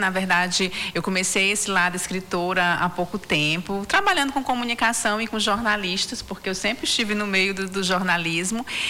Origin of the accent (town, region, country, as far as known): Acre, Brazil; born there